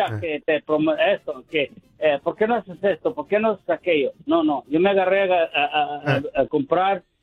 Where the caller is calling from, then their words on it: Houston, Texas, United States; Vivo en Houston